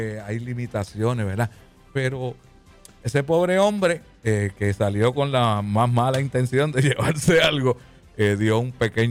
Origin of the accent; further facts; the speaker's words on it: Mameyes, Puerto Rico; Y yo pues también me crié allí en Mamelle y le enviamos un saludo a toda esa gente buena de Río Grande.